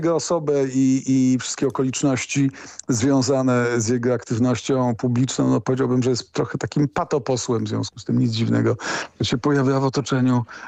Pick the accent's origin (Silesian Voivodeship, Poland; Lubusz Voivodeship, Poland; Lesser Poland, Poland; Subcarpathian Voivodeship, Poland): Lesser Poland, Poland; Kraków; moved away; sam zresztą jestem krakowianinem i utrzymuję dość bliskie relacje z tym miastem.